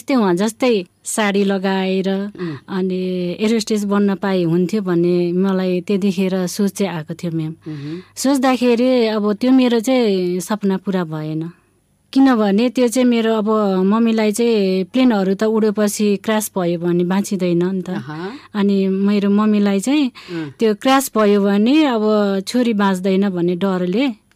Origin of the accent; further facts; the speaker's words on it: Tumlingtar, Koshi Province, Nepal; now in Bungamati, Lalitpur, Nepal; मेरो जन्मथलो शङ्खसभा, शङ्खसभा तुमलिङटार